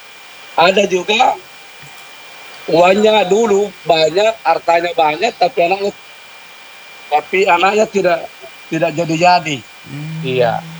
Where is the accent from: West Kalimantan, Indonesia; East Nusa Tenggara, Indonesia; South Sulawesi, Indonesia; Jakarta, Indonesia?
South Sulawesi, Indonesia; Makassar; Jadi saya kan termasuk lahir di Makassar, orang Makassar. Itu tentu banyak teman ya. Jadi saya bukan pendatang.